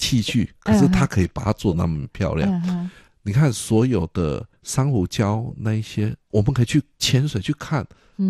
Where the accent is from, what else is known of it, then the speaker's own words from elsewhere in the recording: Penghu County, Taiwan; 我是澎湖人，我既然不会游泳，所以我那2个小孩其实还蛮会游的，